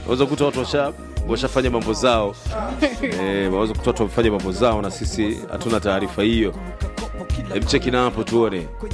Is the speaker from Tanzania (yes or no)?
yes; Kigamboni, Dar es Salaam, Tanzania; so asili yangu mwanangu kutoka Dar es Salaam Kigamboni.